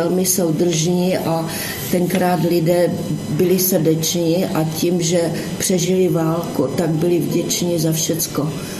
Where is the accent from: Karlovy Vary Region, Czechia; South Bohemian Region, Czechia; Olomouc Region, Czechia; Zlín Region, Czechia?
Olomouc Region, Czechia; Hanušovice; born there; also born or lived in Hranice; v těch Hanušovicích tam jsme opravdu měli kruté chvíle